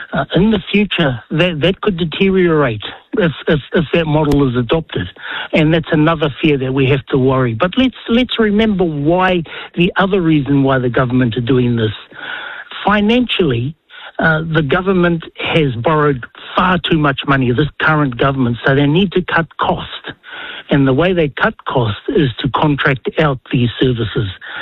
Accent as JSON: {"language": "English", "region": "Bay of Plenty", "country": "New Zealand", "said": "Oh, kia ora. … I live in Maki too. Mangati Whakaue is my iwi."}